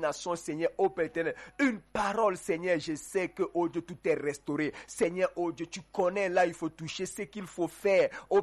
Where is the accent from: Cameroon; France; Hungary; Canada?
Cameroon; en tant que Camerounais vivant dans ce pays.